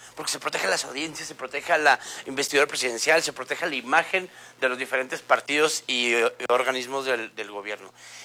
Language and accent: Spanish; Chihuahua, Mexico; Digo, yo soy chihuahuense.